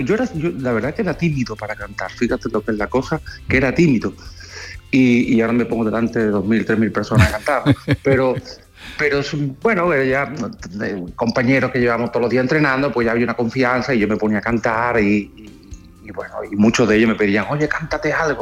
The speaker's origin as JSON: {"language": "Spanish", "town": "Jerez de la Frontera", "region": "Andalusia", "country": "Spain", "tie": "born there", "moved": "yes", "said": "volver a mi tierra, Jerez de la Frontera, a mi casa."}